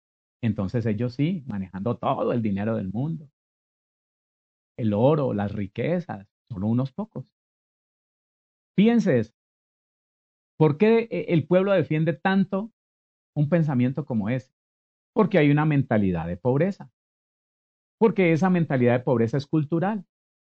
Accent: Tuluá, Valle del Cauca, Colombia; moved away; Allá en la ciudad de donde yo vengo, un municipio muy bonito, llamado Tuluá, en el Valle del Cauca

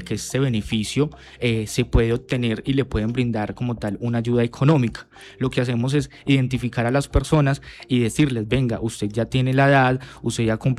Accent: Pensilvania, Caldas, Colombia

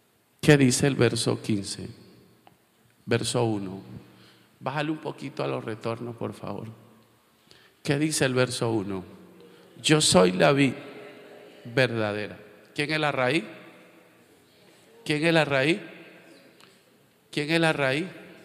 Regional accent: La Guajira, Colombia; la casa donde mis padres, que me dejaron mis padres en La Guajira, la casa que me dejó mi papá y mi mamá, a mí y a mi hermana

